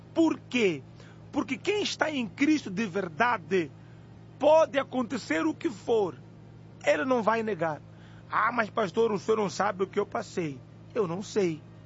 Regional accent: Mozambique; moved away as an adult; now in Brazil; Eu já sofri racismo na igreja, em Moçambique, na minha terra.

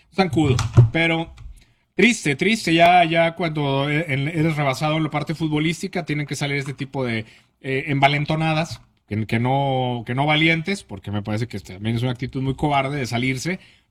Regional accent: Mexico

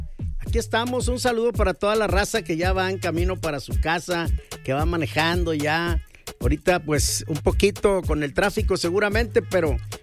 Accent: northern Mexico, Mexico; Yo soy un norteño forjado en el esfuerzo, en la tenacidad, en el estudio, en el trabajo, como todos los norteños

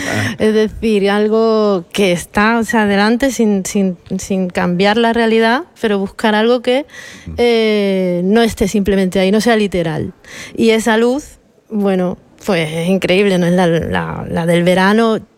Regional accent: Cádiz, Andalusia, Spain; De verdad, yo soy de Cádiz y, uh-huh. y en Cádiz hay una luz durísima, durísima.

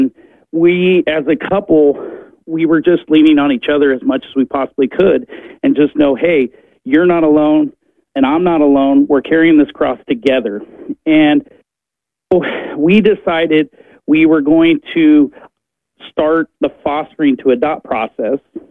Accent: Rancho Cucamonga, California, United States; from Rancho Cucamonga.

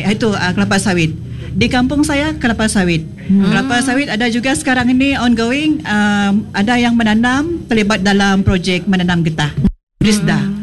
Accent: Sarawak, Malaysia; Kampung asal saya di bahagian tempat yang sama di Asap.

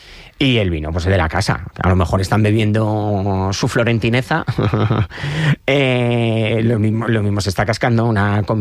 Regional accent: Leganés, Community of Madrid, Spain; aunque he criado en Leganés

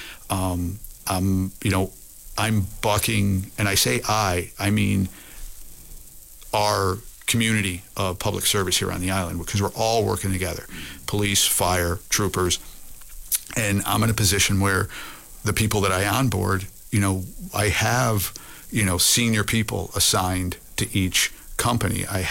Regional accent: Boston, Massachusetts, United States; where I'm from, thus my accent, we would call it the Boston Modified

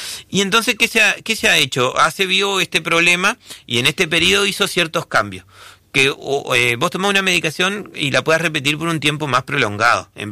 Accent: Colonia, Uruguay; Yo soy de Colonia y me cuesta saber el nombre de cada barrio

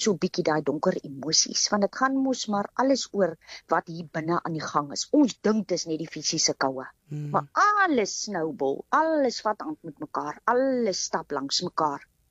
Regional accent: Karoo, South Africa; now in Cape Town, South Africa; Nou, ek is van nature so, ek het in die Karoo groot geword. Ek het met son groot geword.

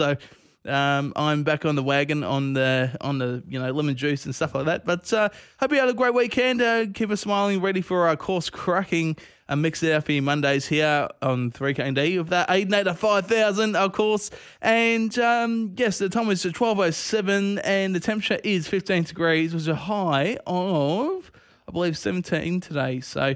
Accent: Cranbourne, Victoria, Australia; I went over to Cranbourne, Victoria, my hometown, of course, of Cranbourne, and I was born in Dandenong Hospital, so you're southeast mob out there

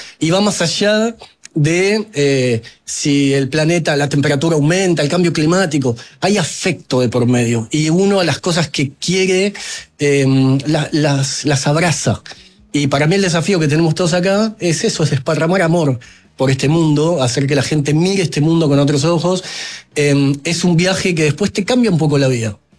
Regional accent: Argentina; yo soy de Argentina

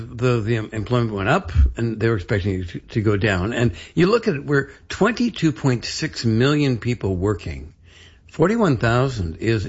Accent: Canada; Canadians, unlike the sort of the cliche about us, we are patriotic. We're not jingoistic. We're not in your face, kind of arrogant, but we're proud of our country.

